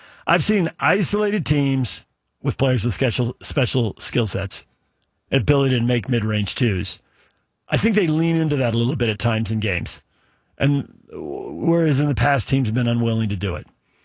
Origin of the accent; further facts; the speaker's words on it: San Diego, California, United States; I grew up in San Diego. I root for the underdog.